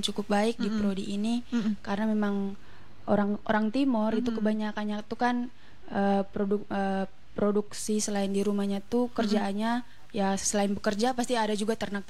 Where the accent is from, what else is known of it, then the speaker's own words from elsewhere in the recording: Atambua, East Nusa Tenggara, Indonesia; khususnya saya juga orang Atambua.